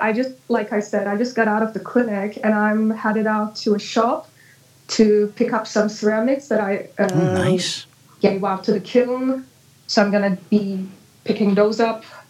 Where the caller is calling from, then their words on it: Istanbul, Turkey; I'm calling from Istanbul.